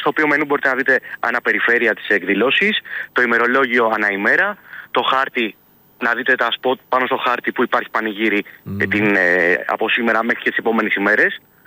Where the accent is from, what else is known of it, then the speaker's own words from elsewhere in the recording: Tzoumerka, Arta, Epirus, Greece; είμαστε καταγωγή μου από τα Αμπορινά της Άρτας, από τα Τζουμέρικα.